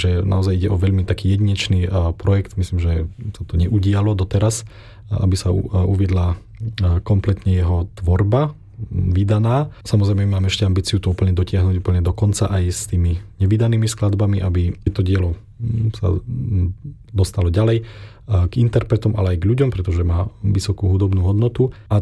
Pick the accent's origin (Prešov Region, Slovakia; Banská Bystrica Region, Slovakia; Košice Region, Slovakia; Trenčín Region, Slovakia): Košice Region, Slovakia; Spišská Nová Ves; Pôjdeme najprv do Spišskej Novej Vsi, odkiaľ pochádzam.